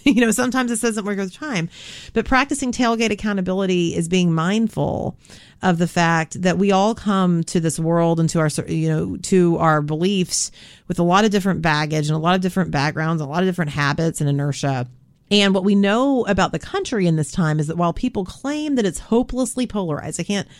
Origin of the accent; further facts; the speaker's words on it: Texas, United States; I grew up in Texas.